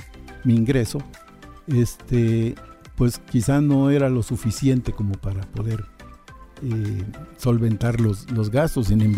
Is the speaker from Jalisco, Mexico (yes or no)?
no; Veracruz, Mexico; moved away as an adult; Pero yo soy del puerto de Veracruz.